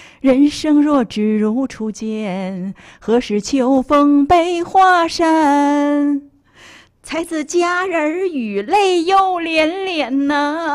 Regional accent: Hebei, China; born there; moved away

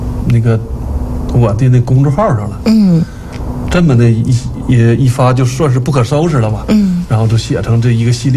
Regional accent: Jinzhou, Liaoning, China; 然后还有一个，就是因为自己是土生土长的锦州人嘛，那是我们老家离现在的锦州城区也就十几公里，开车现在也就是10分钟或者10多分钟就能到

